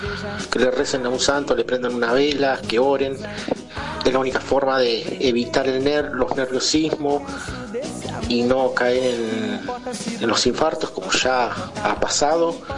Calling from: José C. Paz, Buenos Aires Province, Argentina; de José Cepaz

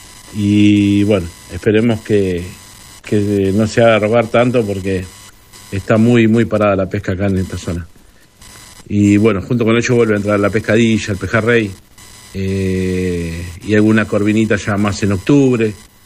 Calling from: Miramar, Buenos Aires Province, Argentina; de Miramar

